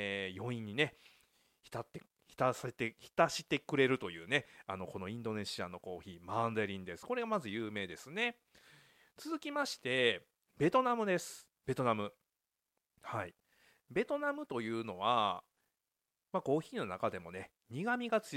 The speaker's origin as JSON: {"language": "Japanese", "region": "Kansai", "country": "Japan", "tie": "born or raised there", "said": "僕ね関西出身なんで、もともとはねすごく繊細な出汁の味で育ってるんですけども、"}